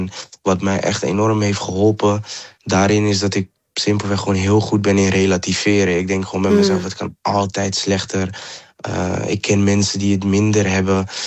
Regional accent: Amsterdam, North Holland, Netherlands; Maar omdat ik oorspronkelijk van Amsterdam ben, werd ik overgeplaatst naar een crisisopvang in Amsterdam.

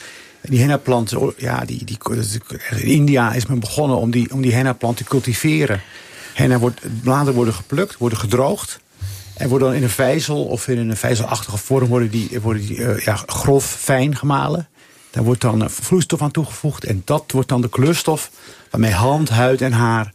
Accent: Rotterdam, South Holland, Netherlands; Ik groeide op in Rotterdam eind jaren 70, begin jaren 80...

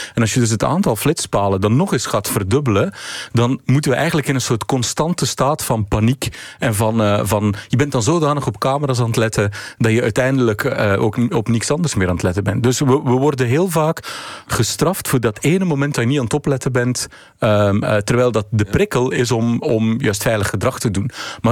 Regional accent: Flanders, Belgium; Ja, ik ben Vlaming van dienst.

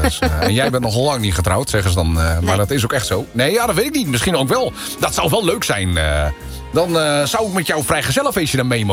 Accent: Friesland, Netherlands; Ja, ik blijf een Fries.

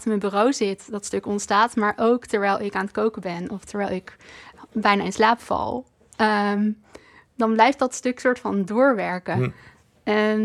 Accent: Breda, North Brabant, Netherlands; Want ik kom ook uit Breda.

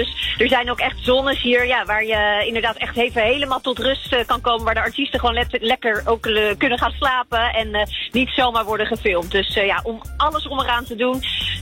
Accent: Netherlands; moved away as an adult; En als ik dan zeg, ja, ik kom uit Nederland, dan kijken ze niet eens raar op of zo.

